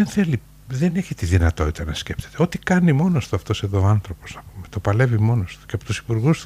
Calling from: Greece; Και όταν τους έλεγα ότι είμαι από Ελλάδα, γελούσανε.

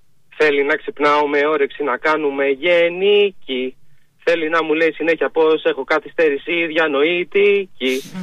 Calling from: Palaio Faliro, Attica, Greece; Και είμαι από το Παλαιό Φάληρο.

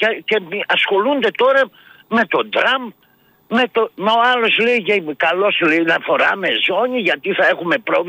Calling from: Greece

